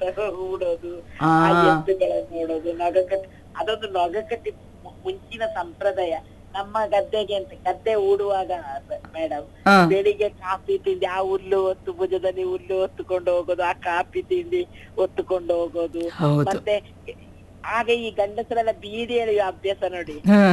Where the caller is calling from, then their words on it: Cherambane, Karnataka, India; ನಾನು ಚೇರಂಬಾಳೆ ಕೊಳಗದಾಳು ಗ್ರಾಮದಿಂದ